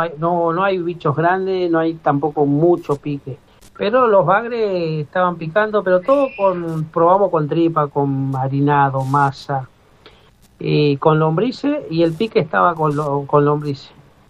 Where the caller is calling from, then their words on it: Buenos Aires, Argentina; Nosotros somos de acá de Las Ferreras.